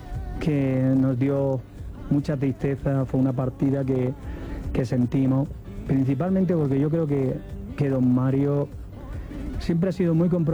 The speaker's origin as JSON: {"language": "Spanish", "country": "Spain"}